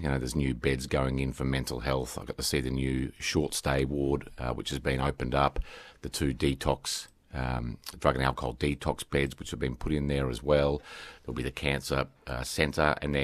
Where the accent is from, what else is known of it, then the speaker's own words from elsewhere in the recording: Victoria, Australia; I grew up near Portland